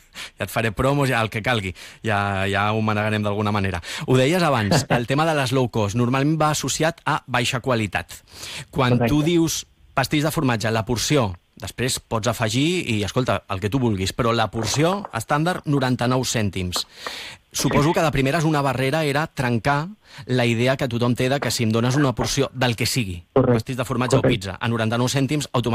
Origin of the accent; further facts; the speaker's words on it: Tarragona, Catalonia, Spain; jo sóc de Tarragona, els oients ja ho saben.